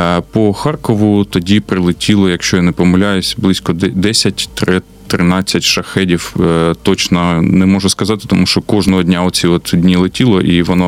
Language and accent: Ukrainian; Chuhuiv, Kharkiv Oblast, Ukraine; Ну, я як уродженець Чугуєва, я знаю, що там де що розташовано.